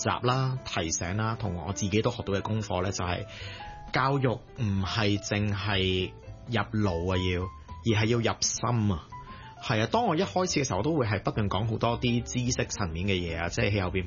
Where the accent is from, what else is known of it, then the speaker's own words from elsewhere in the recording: Hong Kong; also born or lived in United States; 香港呢笪地方，我土生土長嘅地方。